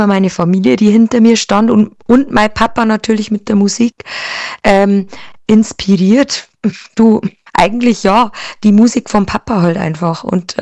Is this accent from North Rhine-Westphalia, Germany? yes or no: no; Bavaria, Germany; bei uns in Ickensbach im Gasthaus Linsmeier.